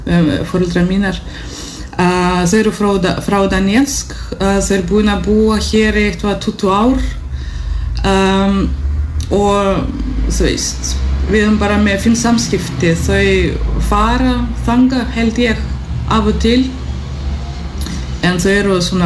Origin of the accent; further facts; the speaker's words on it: Russia; Icelandic is a second language; now in Iceland; það ekki bara að vera rússi heldur líka innflytjandi af því að þessi spurning hvaðan ertu þú talar svo góða íslensku lalalala